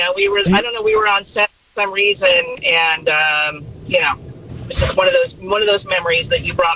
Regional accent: Chico, California, United States; now in Antelope, United States; So I grew up in Chico also.

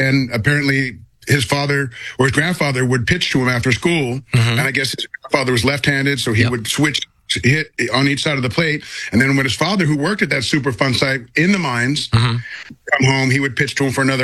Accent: Hollywood, California, United States; now in Tulsa, United States; it's crazy because I grew up in Hollywood in the San Fernando Valley, and that's where everything is filmed

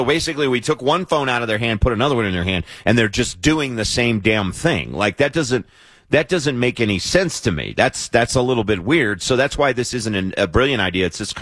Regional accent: Sells, Arizona, United States; moved away; I grew up down in Sells, Arizona, which is on the Tonawatam Indian Nation. My parents are missionaries.

